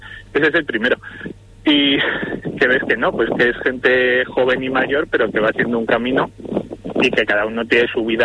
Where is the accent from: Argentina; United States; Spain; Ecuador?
Spain; Barakaldo, Basque Country; born there; now in Vitoria, Spain; soy del País Vasco, nacido Baracaldo, pero he vivido muchos años por aquí.